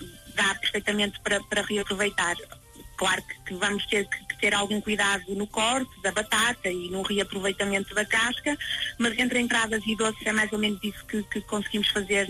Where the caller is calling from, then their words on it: Paredes, Norte, Portugal